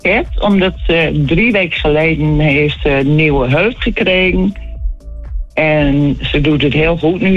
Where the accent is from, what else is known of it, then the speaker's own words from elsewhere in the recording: Den Andel, Groningen, Netherlands; born there; now in Groningen, Netherlands; ik ben in Den Andel geboren, dat is vlakbij Wassum.